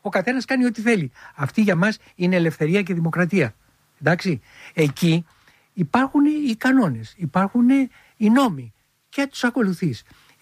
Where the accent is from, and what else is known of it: Filothei, Attica, Greece; born or raised there